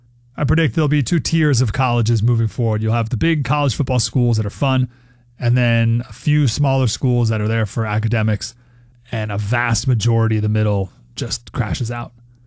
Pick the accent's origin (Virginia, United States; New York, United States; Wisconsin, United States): New York, United States; Syracuse; The Wall Street Journal wrote an article about Syracuse University. Happens to be my hometown.